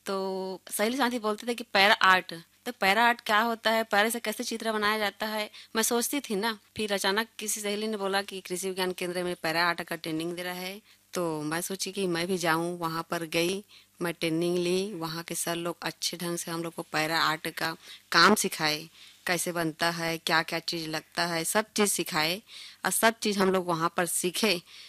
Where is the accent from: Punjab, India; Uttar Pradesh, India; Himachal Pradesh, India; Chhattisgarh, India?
Chhattisgarh, India; Parsapali; परसापाली की रहने वाली हूँ।